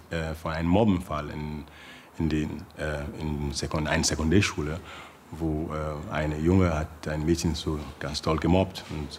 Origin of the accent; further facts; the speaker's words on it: Sierra Leone; Ich komme aus Sierra Leone. Ich bin 47 Jahre alt